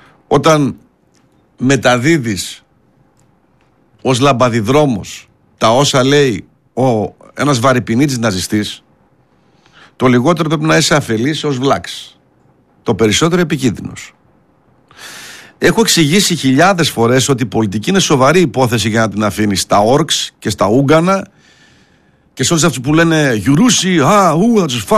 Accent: Thessaloniki, Central Macedonia, Greece; also born or lived in Neapoli; έτσι το λένε στο Κορδελιό που μεγάλωσα και στην Νεάπολη

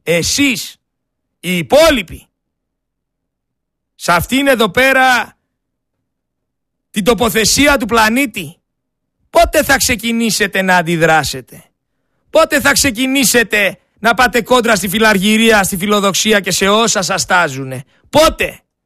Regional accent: Thessaloniki, Central Macedonia, Greece

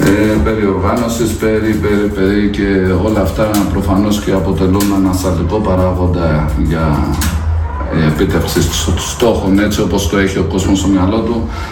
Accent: Greece; Εγώ σαν Έλληνας

